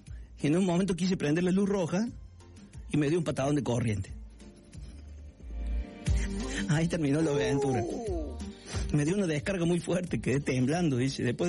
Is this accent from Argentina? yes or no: yes; Sunchales, Santa Fe, Argentina; te escuchamos todas las noches, somos de Sunchales, gracias